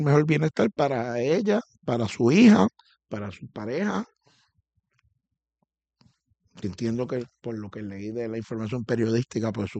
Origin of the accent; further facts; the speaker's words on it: Puerto Rico; nosotros los puertorriqueños